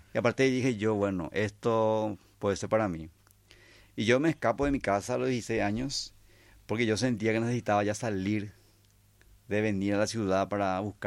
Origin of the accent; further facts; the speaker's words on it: Santa Rosa del Aguaray, San Pedro, Paraguay; moved away; also born or lived in San Estanislao (Santaní); Yo soy de Santaní, pero también me crié. O sea, pasé mi adolescencia en Santa Rosa de la Guaraí, en una comunidad que se llamaba López Salinas, hoy se le dice San Miguel del Norte, pero hasta hoy yo vuelvo a ese lugar y es como mi lugar preferido